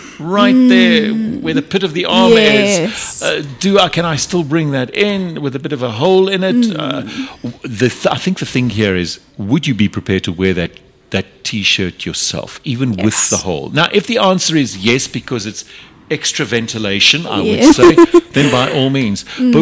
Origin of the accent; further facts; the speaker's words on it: Brakpan, Gauteng, South Africa; I remember growing up in Brakpan